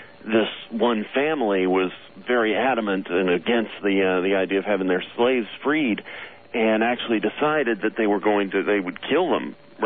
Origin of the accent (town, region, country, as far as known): Alabama, United States; born or raised there; now in Seattle, United States